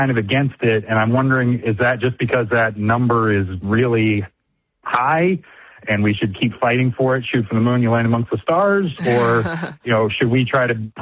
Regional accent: Maryland, United States; In D.C., I mean, it's, the county that I grew up in Maryland

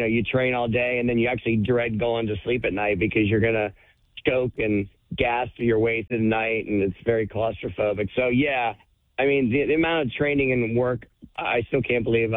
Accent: Arlington, Virginia, United States; born there; I feel almost a West Virginian, even though I was born in Arlington, Virginia. So my roots mean a ton to me.

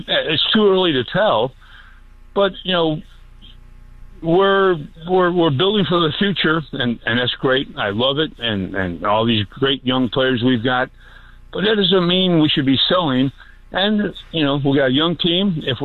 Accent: St. Louis, Missouri, United States; moved away as an adult; also born or lived in Columbia, Missouri; I've only been back in town for 2 years. I grew up here in St. Louis.

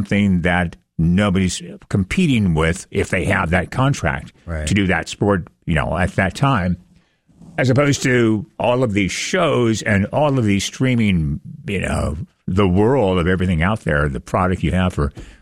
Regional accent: Washington, United States; Well, I grew up on the West Coast and moved here from Washington State.

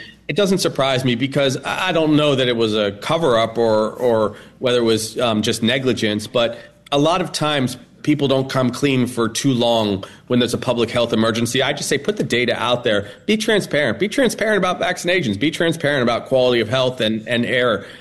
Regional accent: New York, United States; I'm from New York originally. I have a lot of friends and family there still.

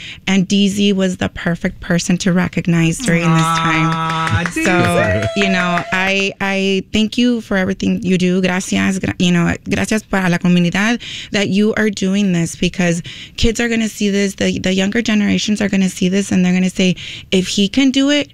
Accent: Los Angeles, California, United States; now in Wisconsin, United States; Well, I've been listening since 2005. I'm originally from California, from Los Angeles

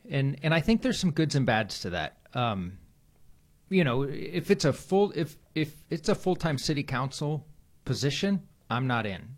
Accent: Chico, California, United States; moved away as an adult; also born or lived in Arizona; now in Kern County, United States; So grandpa ends up being a farm manager at Chico State up north, and that's where I grew up.

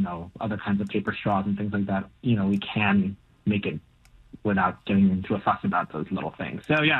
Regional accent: Los Angeles, California, United States; moved away as an adult; also born or lived in Maui, Hawaii; We actually just moved back from Maui, Hawaii last month. I'm originally from Los Angeles

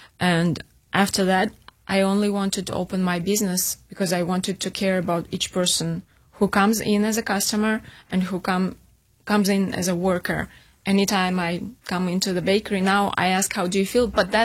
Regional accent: Uzbekistan; also born or lived in St. Petersburg, Russia / Ukraine; now in Midland, United States; I was raised in Uzbekistan. Then I spent half of my life in Russia, in St. Petersburg, the most beautiful city in the world. Then my husband is from Ukraine, so obviously we lived in Ukraine.

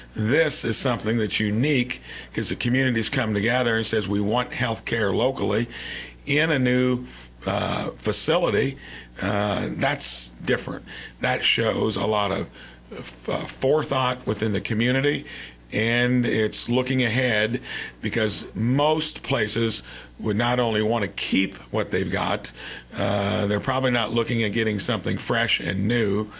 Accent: Batesville, Indiana, United States; many places like Batesville. In my hometown, I never imagined Deaconess just bought our hospital.

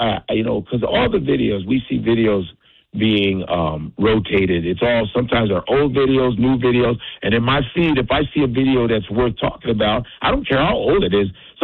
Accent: Nigeria; I'm speaking up for us, regardless of whether you hate me that I'm Nigerian.

